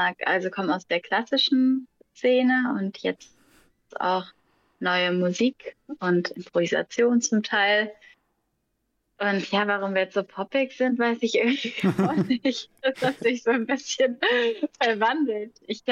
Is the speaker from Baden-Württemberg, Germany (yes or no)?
yes; Freiburg, Baden-Württemberg, Germany; moved away; nach Freiburg, wo wir ursprünglich herkommen